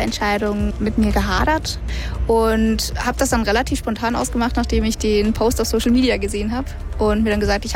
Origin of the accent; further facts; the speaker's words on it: Lahr, Baden-Württemberg, Germany; Ich komme aus Laar. Ich bin hier eigentlich von klein auf groß geworden, habe hier meinen Abschluss gemacht und lebe jetzt auch mit meiner Familie hier.